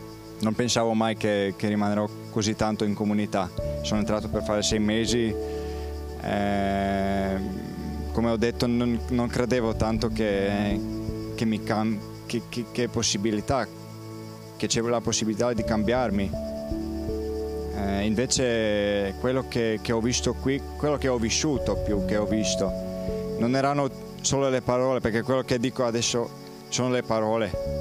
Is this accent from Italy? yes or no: no; Poland; Italian is a second language; Allora, buongiorno a tutti … vengo da Polonia.